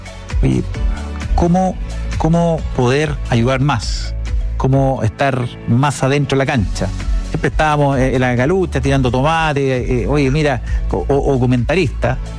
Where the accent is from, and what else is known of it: Coquimbo, Chile; born or raised there